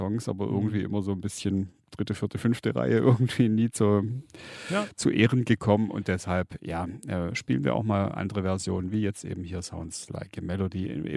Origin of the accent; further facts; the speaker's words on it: Schwäbisch Hall, Baden-Württemberg, Germany; dass einer von der Urbesetzung … in meiner Heimatstadt Schwäbisch Hall wohnt zwischenzeitlich